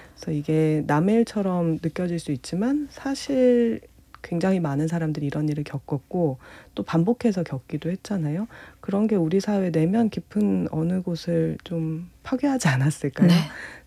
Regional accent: Gyeonggi Province, South Korea; 저도 사실 아파트에서 살았거든요. 그뭐 경기도 인근에 있는 여러 아파트 단지와 신도시들에서 자랐었는데

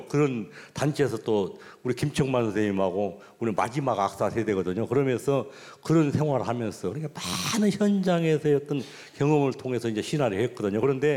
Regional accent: Damyang, South Jeolla, South Korea; 제가 고향이 전남 담양인데요.

